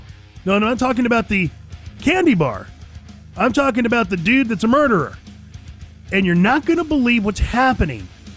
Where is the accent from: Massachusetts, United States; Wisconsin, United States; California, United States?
California, United States; moved away as an adult; I'm from California. So you're getting the truth. I know. I'm from there. I was born and raised there. I didn't even leave there until I was 30 years old. 27 years ago. My family's still there. Friends are still there.